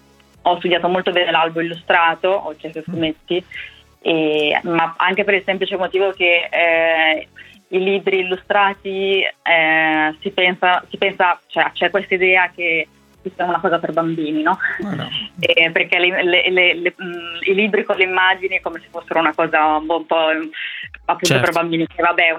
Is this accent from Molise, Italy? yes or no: no; Rimini, Emilia-Romagna, Italy; io sono cresciuta a Rimini e dai, finalmente faccio una personale lì.